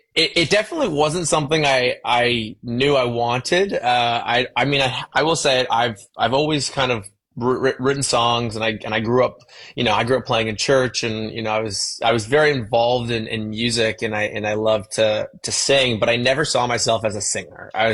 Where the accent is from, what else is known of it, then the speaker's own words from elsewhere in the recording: London, Ontario, Canada; this artist who is an R&B singer from my hometown, which is London, Ontario.